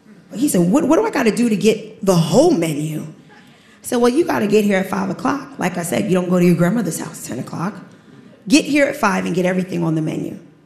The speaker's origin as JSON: {"language": "English", "town": "Staten Island", "region": "New York", "country": "United States", "said": "I'm from Staten Island, but I'm an 8th-generation direct descendant from Sandy Ground."}